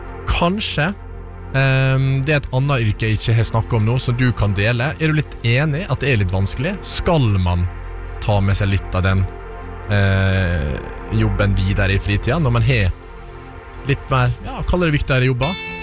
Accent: Flemsøy, Møre og Romsdal, Norway; moved away; jeg hadde en fastlege hjemme på Flemsøy, når jeg var liten.

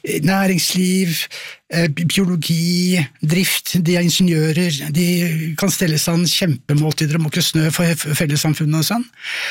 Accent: Oslo, Norway; also born or lived in Sweden; jeg som de fleste andre i Oslo, jeg er Oslo-gutt, jeg er født i Sverige riktig nok, men jeg vokste opp med foreldre som var innflyttere fra bygda

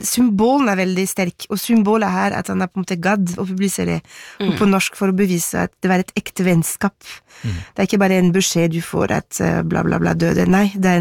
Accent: Paris, Île-de-France, France; now in Norway; da jeg vokste opp i Paris, hvor jeg ble forklart at vi franskmenn

